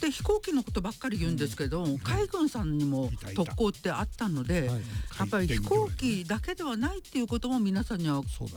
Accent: Kure, Hiroshima, Japan; 私は広島で育ってるので。

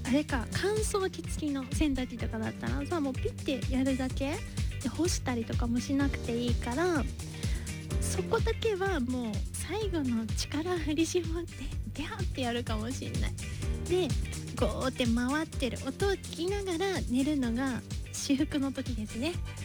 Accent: Tokushima, Japan; moved away; 私四国出身だから、徳島だけど

